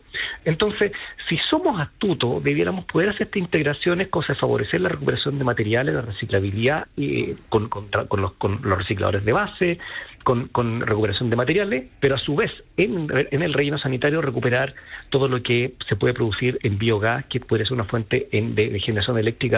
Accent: Iquique, Tarapacá, Chile; y así nació, pues yo soy de Iquique, entonces obviamente esa ropa hay que sacarla

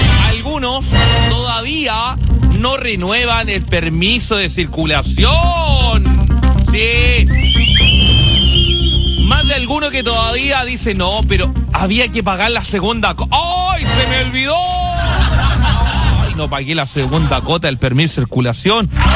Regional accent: Chile; Yo fui a última hora, sí, como buen chileno.

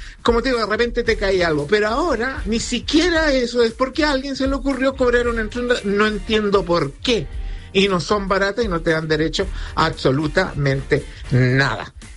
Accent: Santiago, Santiago Metropolitan Region, Chile; yo soy de Ñuñoa

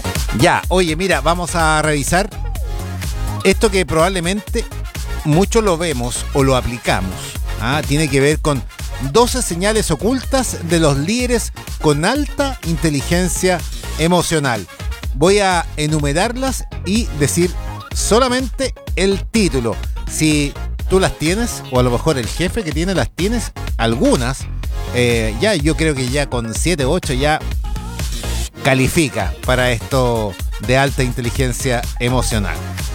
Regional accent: Chile; Cosa que nos cuesta mucho como chilenos, ¿eh?

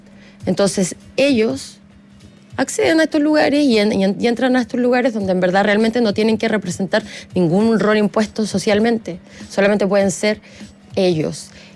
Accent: Chile; moved away as an adult; also born or lived in Australia

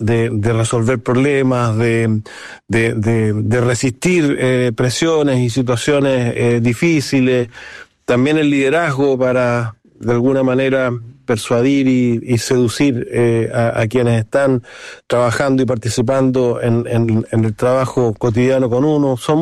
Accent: Valparaíso, Chile; also born or lived in Viña del Mar; La verdad que yo nací en Viña del Mar, pero viví los primeros años de vida en Valparaíso.

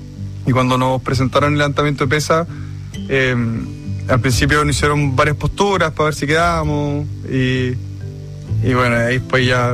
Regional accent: Temuco, Araucanía, Chile; Tengo 35 años, yo nací en Temuco.

